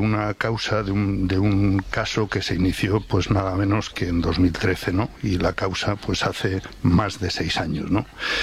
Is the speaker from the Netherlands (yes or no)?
no; León, Castile and León, Spain; Soy de León.